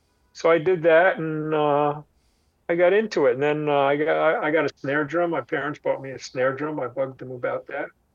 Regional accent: New York, United States; born or raised there

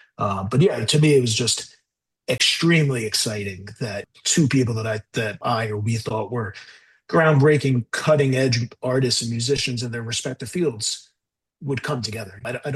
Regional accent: New York, United States; growing up in New York

